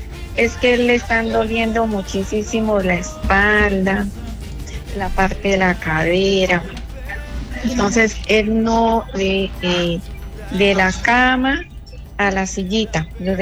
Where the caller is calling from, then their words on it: Girón, Santander, Colombia; Yo vivo en El Carrizal.